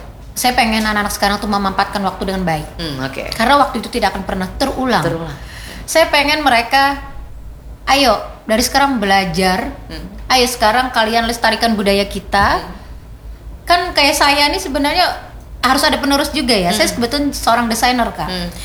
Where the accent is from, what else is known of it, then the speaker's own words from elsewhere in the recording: Banjar, South Kalimantan, Indonesia; anak-anak kita Banjar